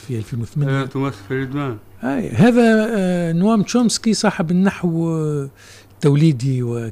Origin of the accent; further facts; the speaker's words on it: Tunisia; عندنا في تونس